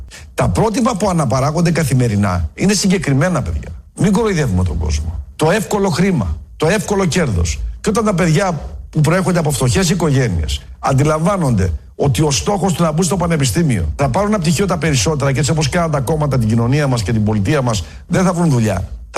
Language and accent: Greek; Greece; Δεν είναι ένα φαινόμενο βέβαια ελληνικό, αλλά εμένα με ενδιαφέρει η πατρίδα μου.